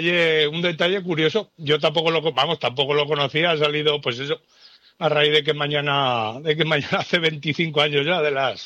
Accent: Zaragoza, Aragon, Spain; soy de Zaragoza. 10 años tenía yo cuando ocurrió el atentado de la Casa Cuartel de aquí de Zaragoza.

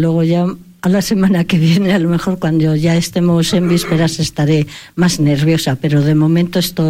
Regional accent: Medina del Campo, Castile and León, Spain; soy de Medina, nacida, criada y todo

